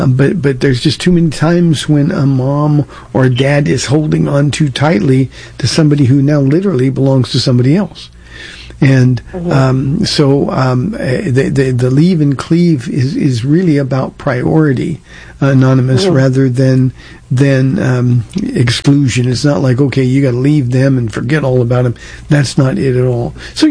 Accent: California, United States; now in Texas, United States; You know, we came from California to Texas and left everybody that we ever knew behind.

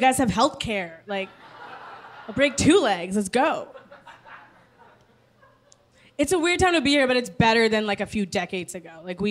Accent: United States; There's a lot of violence going on right now in the country that I'm from. I am from America. From here.

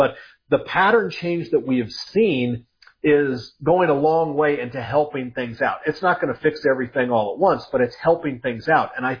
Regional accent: High Plains, United States; maybe that's just my nature growing up in the Western High Plains, because we're never, ever very far away from drought.

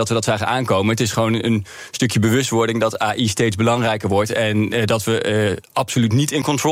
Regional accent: Netherlands

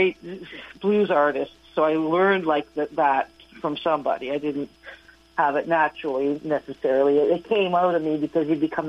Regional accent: Chatham, Ontario, Canada; because I'm from Chatham

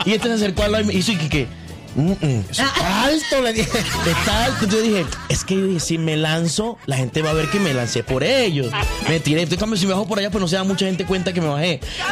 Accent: Monterrey, Nuevo León, Mexico; yo que vengo de México, Monterrey, 45, 46 grados.

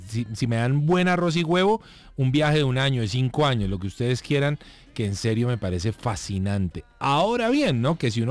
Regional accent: Bogotá, Colombia; also born or lived in Cali; también soy de La Sultana, yo soy caleño. Quizá no se siente tanto porque obviamente desde que tenía un año mi mamá me trajo a Bogotá. Así que pues soy más bogotano que cualquier cosa, pero quiero mucho, por supuesto, a la ciudad de Cali.

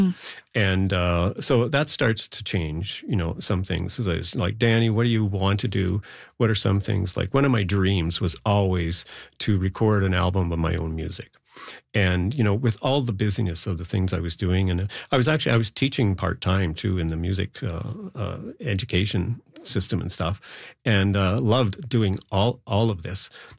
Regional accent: Ontario, Canada; moved away as an adult; I was a little older because I came from Ontario, and I went to grade 13, and then I worked for a year. I was 21.

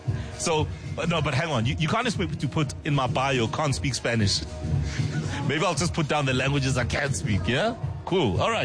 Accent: Soweto, Gauteng, South Africa; Yes, I can speak Sizulu, primarily because I grew up in Soweto, where, as you know, it's people from all over, right? Different ethnic groups, ethnicities, you know, backgrounds, etc. So, you know, Sizulu is a language that I can speak.

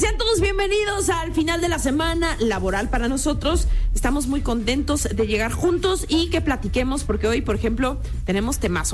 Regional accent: La Piedad, Michoacán, Mexico; Se llamaba como mi pueblo. La maestra Piedad.

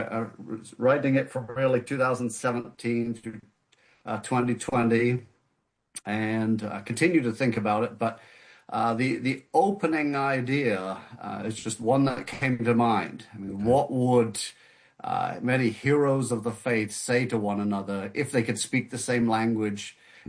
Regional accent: United Kingdom; moved away; also born or lived in Canada; born and raised in the United Kingdom, my dad is from Detroit. My mother is from the south of England.

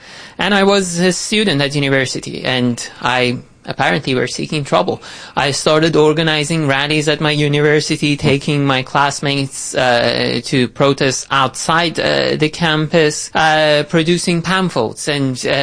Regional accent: Iran; I was born and raised in the country in 1990.

